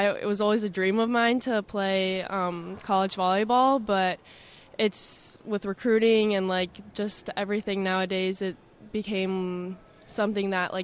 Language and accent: English; Madison, Wisconsin, United States; growing up in Madison, I came to a lot of games and camps throughout the years